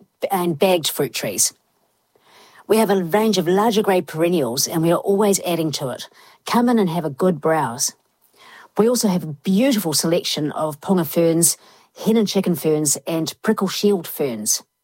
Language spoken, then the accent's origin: English; Invercargill, Southland, New Zealand; I remember growing up in Invercargill